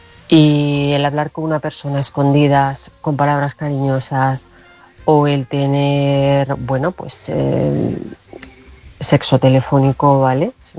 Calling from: Toledo, Castilla-La Mancha, Spain; de Toledo.

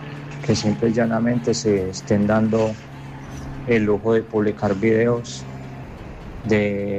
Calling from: El Águila, Valle del Cauca, Colombia; en mi pueblo del Águila.

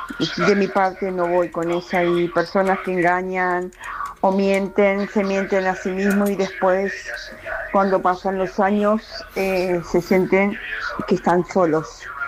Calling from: Sabadell, Catalonia, Spain; Somos de Sabadell.

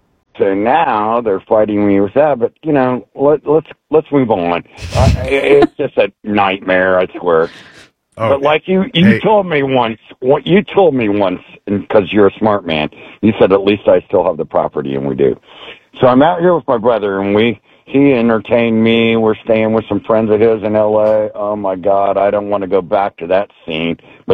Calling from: Malibu, California, United States; I am calling from Malibu.

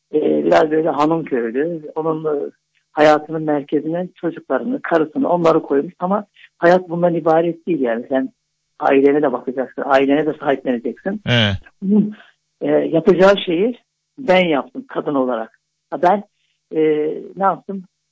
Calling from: Antalya, Turkey; Antalya'dan arıyorum.

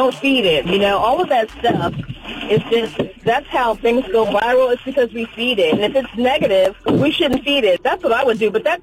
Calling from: Washington, District of Columbia, United States; I'm calling from Washington, D.C.

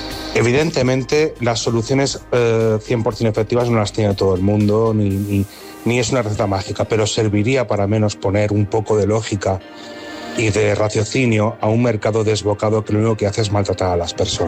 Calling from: Palma, Balearic Islands, Spain; de Peregrau.

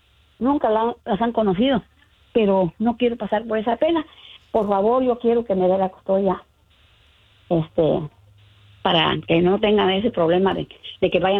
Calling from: Pátzcuaro, Michoacán, Mexico; Yo soy de Pátzcuaro.

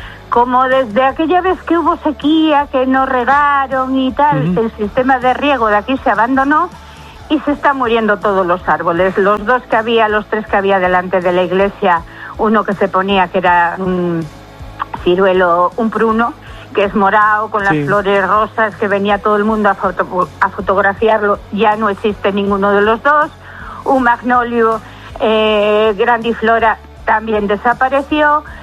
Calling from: Ponferrada, Castile and León, Spain; Yo vivo en Compostilla. Aquí tenemos árboles que se plantaron cuando se hizo el poblado, es decir, casi centenarios.

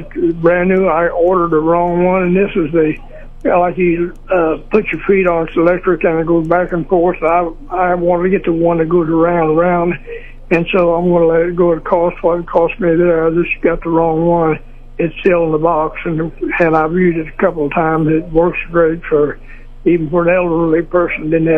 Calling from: Slater, Missouri, United States; From Slater.

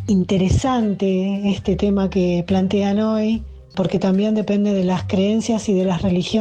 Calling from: Buenos Aires, Argentina; de Capital

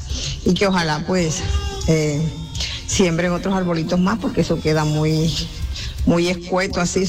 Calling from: Colombia; porque yo soy habitante acá de Bolívar

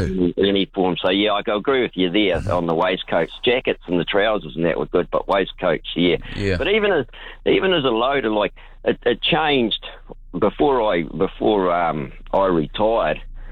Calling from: New Zealand; I'm a Kiwi

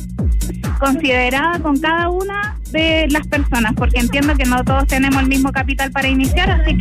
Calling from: Antofagasta, Chile; Yo soy de Antofagasta, pero trabajo con marcas de todo Chile

